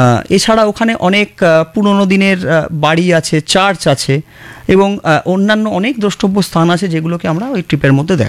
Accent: Kolkata, West Bengal, India; সবাই কিন্তু কলকাতায় আমরা ছোটোবেলা থেকেই আছি, আমাদের স্কুল কলেজ সব চাকরিস্থল সবই এই শহরে

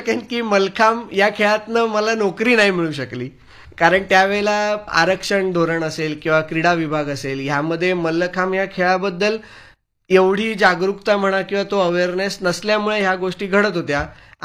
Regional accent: Mumbai, Maharashtra, India; मी बोरिवलीमध्ये सुविद्या प्रसारक संघाच्या सुविद्यालय शाळेमध्ये लहानाचा मोठा झालो.

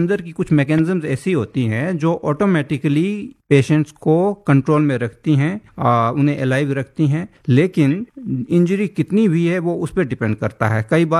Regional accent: Himachal Pradesh, India; मैं भी पहाड़ी हूँ, मैं हिमाचल से हूँ।

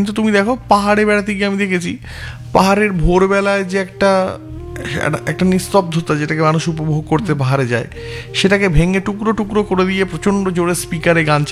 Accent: India; বিদেশে গেলে তো আমরা নিজেদের ভারতীয়, তখন তো আমরা ভারতীয়

